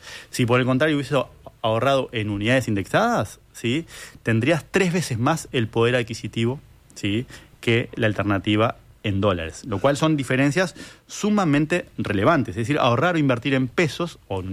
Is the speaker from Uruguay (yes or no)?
yes; Uruguay